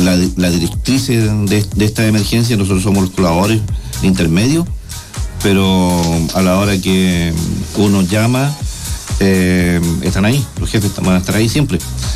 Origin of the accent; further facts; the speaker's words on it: Viña del Mar, Valparaíso, Chile; now in Cañete, Chile; Yo vengo de Viña del Mar y nunca vi, ¿cierto?, el compromiso de los bomberos que tienen aquí en Cañete.